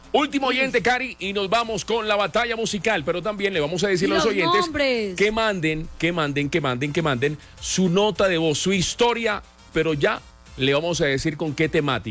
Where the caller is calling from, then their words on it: Dosquebradas, Risaralda, Colombia; Hola, muy buenas, soy de Dos Quebradas, Risaralda.